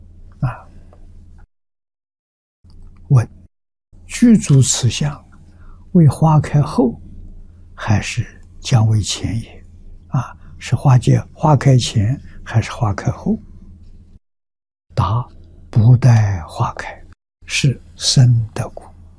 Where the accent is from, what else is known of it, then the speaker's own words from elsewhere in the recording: China; 我们中国人黑眼珠。啊，西方人是蓝眼珠